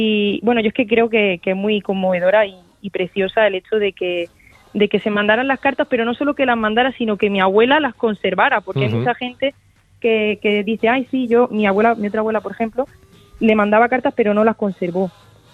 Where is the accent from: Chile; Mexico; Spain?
Spain; Murcia, Region of Murcia; mi abuelo salió del pueblo y llegó a la ciudad de Murcia, porque nosotros somos de Murcia